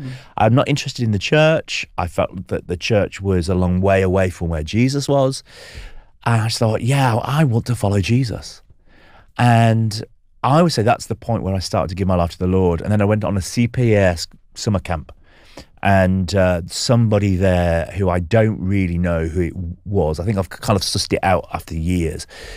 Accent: Yorkshire and the Humber, United Kingdom; I grew up in West Yorkshire in a mining town. Really spent a lot of time with my grandparents on the local council estate

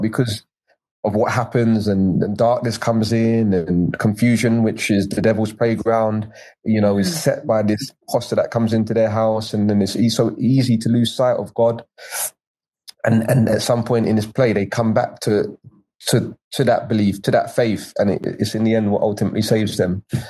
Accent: United Kingdom; and also being British and being Black and British and what all those things meant

